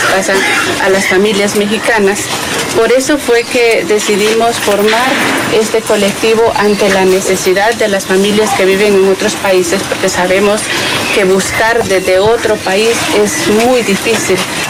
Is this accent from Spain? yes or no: no; Honduras; Óscar también es hondureño